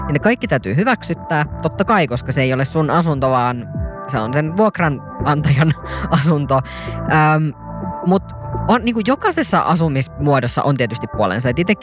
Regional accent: Satakunta, Finland; tuolta Satakunnasta omilta kotikonnuiltani, mutta ei kotikaupungistani, vaan viholliskaupungistani Raumalta

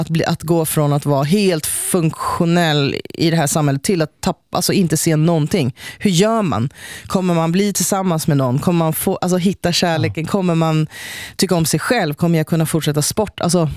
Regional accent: Sweden; born there; also born or lived in Colombia; min bakgrund är ju att jag är adopterad från Colombia och vad det innebär att, alltså det är ett ganska stort trauma att bli liksom att tas från sina rötter, från sitt liksom sitt språk, sin kultur, sin alltså där man liksom är född, till ett land som inte alls påminner om det. Jag har ju bott i Sverige då.

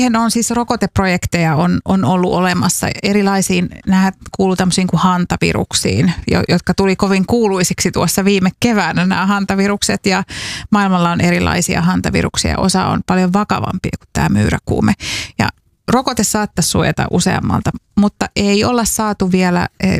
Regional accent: Central Finland, Finland; Mä oon siis itsekin Keski-Suomesta kotoisin ja siellä kyllä riittää näitä zoonooseja.

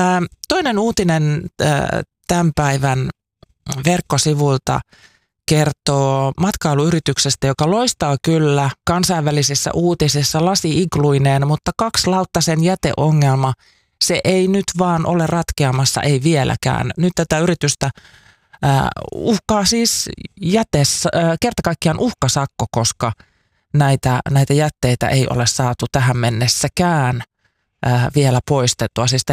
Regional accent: Northern Ostrobothnia / Kainuu, Finland; moved away; vaikka sieltä Oulu-Kainuun seudulta olen kotoisin, en ole koskaan käynyt Hailuodossa.

